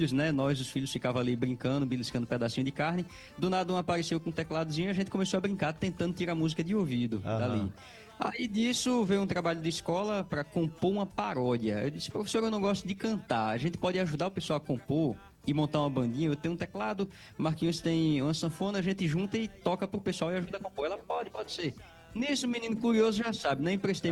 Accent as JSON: {"language": "Portuguese", "town": "Serra Talhada", "region": "Pernambuco", "country": "Brazil", "tie": "born there", "moved": "as an adult", "lives_now": "Capim Grosso, Brazil"}